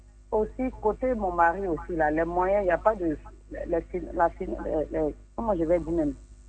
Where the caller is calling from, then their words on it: Songon, Abidjan, Côte d’Ivoire; Je suis à Songon.